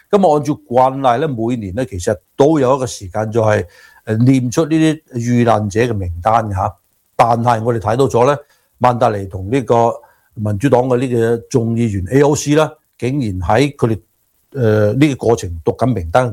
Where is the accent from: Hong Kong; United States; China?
United States; 咁其实邓月眉嘅事迹咧，系一个非常之好嘅榜样，系我哋身为华裔嘅美国人嘅好榜样吓。